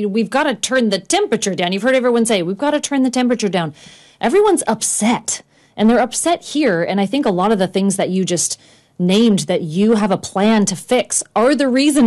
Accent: California, United States

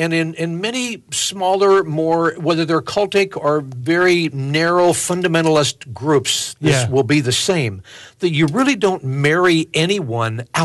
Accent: United States; moved away as an adult; moved over to England. I found out that, first of all, I shouldn't be so loud and so brash as an American.

